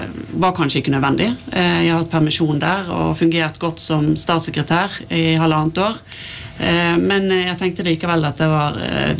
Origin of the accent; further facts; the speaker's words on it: Bergen, Vestland, Norway; Så jeg er definitivt fra Bergen